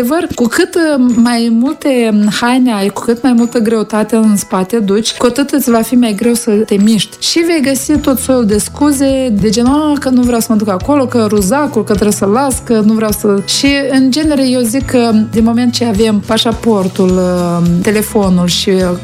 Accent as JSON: {"language": "Romanian", "country": "Moldova", "said": "Că sunt din Moldova."}